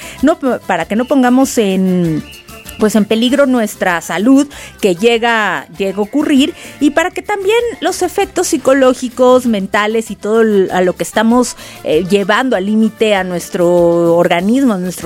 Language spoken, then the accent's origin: Spanish; Mexico